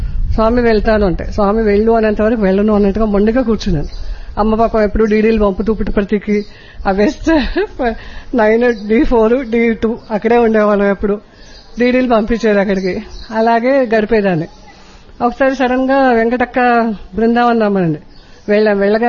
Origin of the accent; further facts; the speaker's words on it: Hyderabad, Telangana, India; నేను హైదరాబాద్ నుండి వచ్చాను.